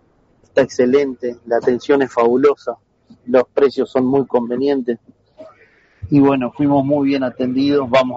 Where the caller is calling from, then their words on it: Piriápolis, Maldonado, Uruguay; Nosotros somos de Piriápolis.